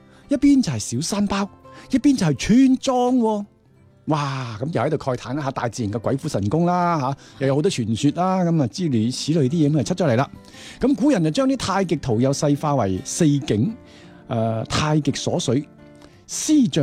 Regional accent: Guangdong, China; 你的口味如果好像我们广东人口味淡的话，

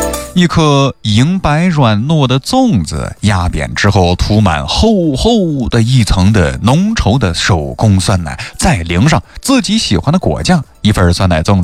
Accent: Xinjiang, China

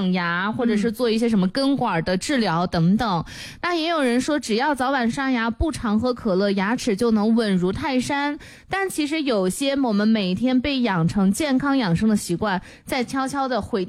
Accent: China; 我们中国人

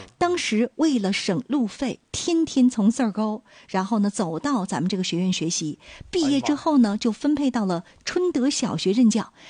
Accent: Dalian, Liaoning, China

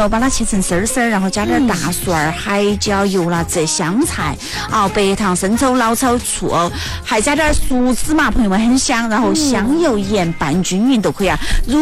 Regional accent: Jiangxi, China; 平时我们江西人还喜欢拿藕来煨汤

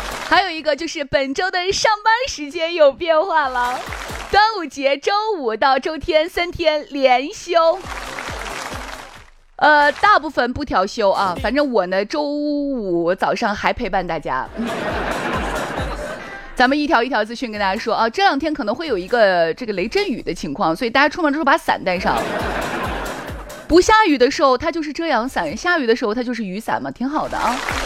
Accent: Xi'an, Shaanxi, China; 我们长安县，就是我是长安，你们知道有一个河堤不？我老家呢是河堤村

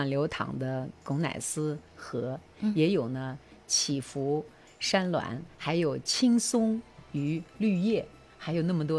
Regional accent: Xinjiang, China; moved away; 因为我在那儿长大的，对我来说，那儿的记忆哈，是一生中最深刻的。有缓缓流淌的巩乃斯河，也有呢起伏山峦

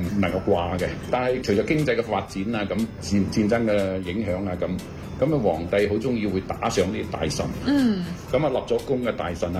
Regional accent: Guangdong, China; 我哋廣東四邑嘅文化

